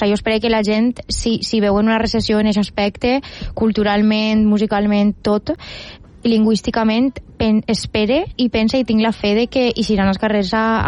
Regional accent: Oliva, Valencian Community, Spain; el meu poble, que és d'Oliva.

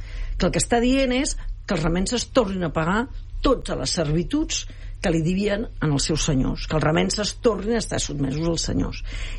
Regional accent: Catalonia, Spain; Pla de l'Estany, que és la meva comarca

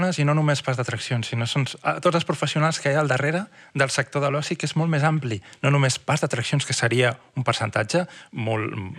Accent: Tarragona, Catalonia, Spain; jo sóc de Tarragona.

